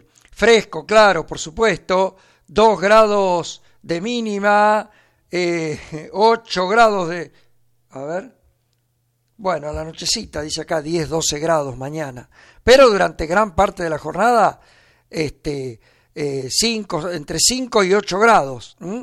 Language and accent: Spanish; Argentina